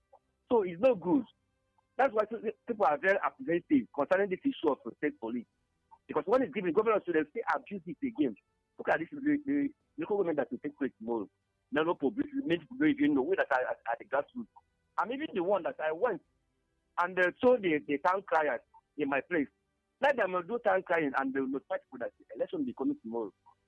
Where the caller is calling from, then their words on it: Kogi, Nigeria; the chemistry teacher, calling from Olin, the Zagro Kogo State.